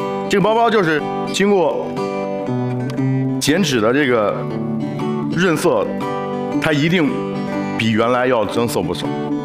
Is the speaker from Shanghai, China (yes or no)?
no; Chongli, Hebei, China; 我家乡的崇礼